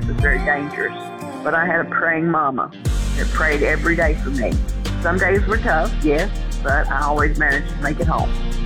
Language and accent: English; Radford, Virginia, United States; from Radford, Virginia, and I've been a supporter and follower of Spirit FM for 5.5 years now.